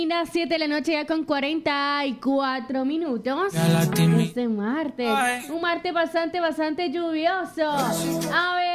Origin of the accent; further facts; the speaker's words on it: Santa Ana, El Salvador; born there; also born or lived in San Salvador; yo nací y crecí en San Salvador. Crecí hasta los 6 años porque de ahí nos venimos hacia acá a Santa Ana con mi mami y mi abuelita.